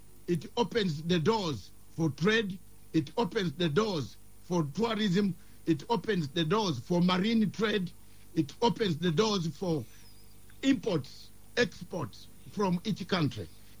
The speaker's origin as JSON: {"language": "English", "country": "Uganda", "said": "I am not a Kenyan, but I'm a Ugandan, a Pan-African."}